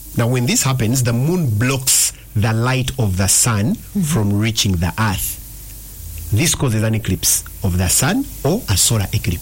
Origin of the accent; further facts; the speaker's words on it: Uganda; We told them, we're from Uganda.